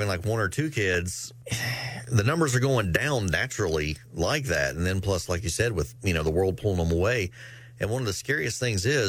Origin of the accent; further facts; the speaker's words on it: United States; Yeah, you know, like I said, I'm from Buchanan County. My high school class was 63 people.